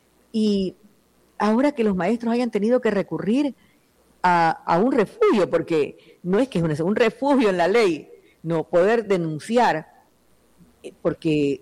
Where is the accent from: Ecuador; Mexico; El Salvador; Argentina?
Ecuador